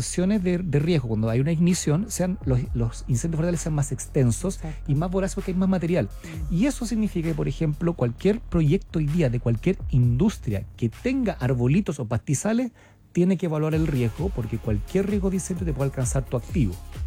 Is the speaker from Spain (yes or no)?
no; Iquique, Tarapacá, Chile; el principal problema es que yo vengo de Iquique, yo soy de Iquique, allá están distintas comillas mineras, Spence, Minera Escondida, Bachepivil, y todo el norte.